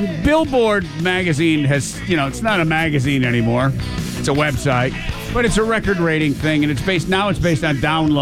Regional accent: Grand Rapids, Michigan, United States; So in my hometown where I grew up, Grand Rapids, Michigan

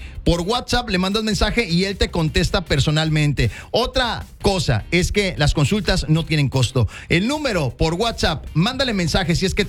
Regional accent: Monterrey, Nuevo León, Mexico

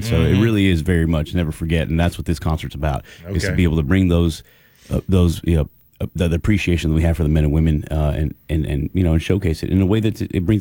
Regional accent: Las Cruces, New Mexico, United States; moved away; I'm from Las Cruces, New Mexico.

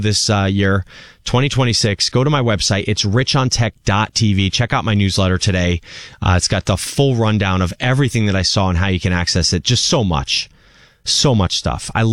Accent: New Jersey, United States; when I was an 11-year-old, 12-year-old, 13-year-old growing up in New Jersey as a somewhat creative child

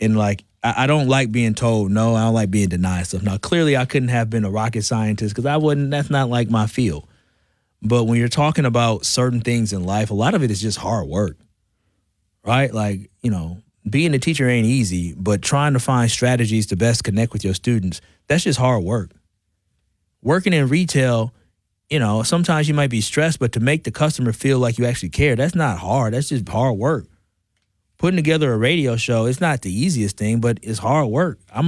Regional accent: Milwaukee, Wisconsin, United States; born and raised in Milwaukee, but I was a 220 kid.

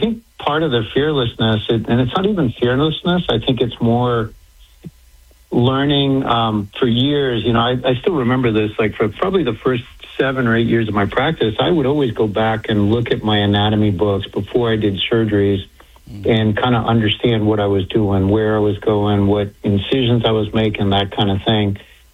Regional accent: Miami, Florida, United States; also born or lived in Cuba; I'm a poor Cuban immigrant. I was born in Cuba, and I came over from Cuba when I was five, grew up in Miami.

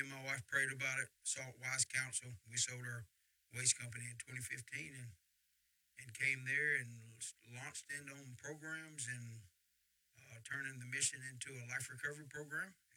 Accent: United States; I grew up in Sunset Acres.

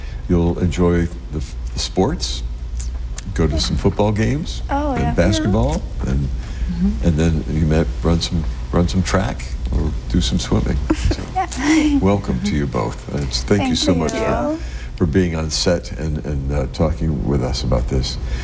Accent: Endicott, New York, United States; from Endicott.

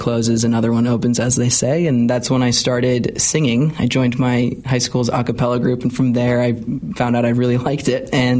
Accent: Rhode Island, United States; I was born in Rhode Island, born and raised there.

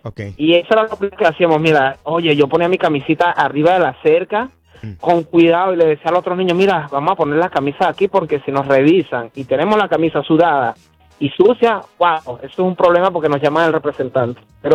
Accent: Venezuela; Lo primero que teníamos que hacer en el colegio, en mis tiempos, yo soy de Venezuela.

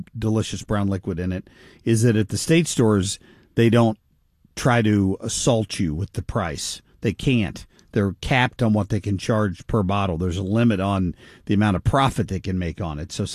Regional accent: Ohio, United States; moved away; I grew up in Ohio

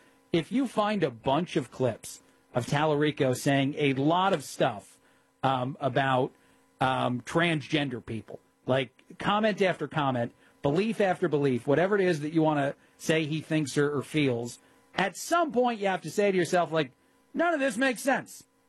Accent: New Jersey, United States; I'm someone who was born and raised on the East Coast in Jersey

